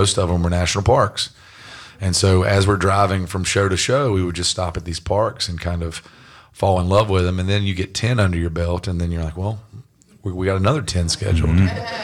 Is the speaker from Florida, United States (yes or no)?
no; North Carolina, United States; because I'm a redneck from North Carolina. Like, I never left this state until I was 18 years old.